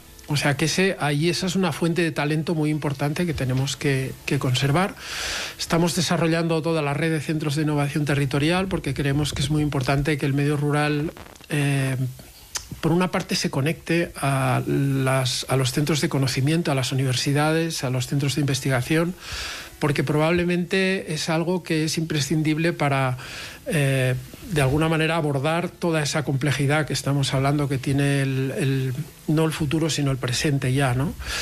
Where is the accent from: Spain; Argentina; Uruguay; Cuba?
Spain; Pyrenees; Pues Jaca siempre ha sido, yo que soy del Pirineo también, ¿verdad?